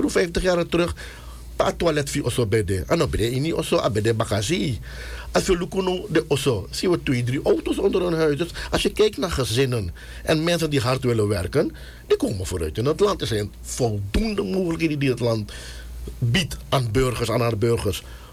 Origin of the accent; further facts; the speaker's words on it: Suriname; met de huidige kennis die wij als Surinamers als collectief hebben.